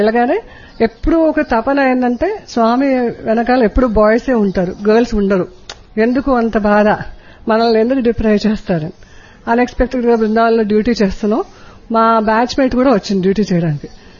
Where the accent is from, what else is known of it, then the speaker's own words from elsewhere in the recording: Hyderabad, Telangana, India; నేను హైదరాబాద్ నుండి వచ్చాను.